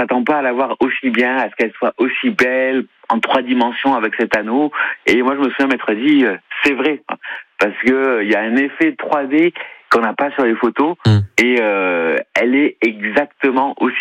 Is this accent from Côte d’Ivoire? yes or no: no; Collioure, Occitanie, France; moved away as an adult; now in Paris, France; c'est là d'où je suis. J'ai grandi ici.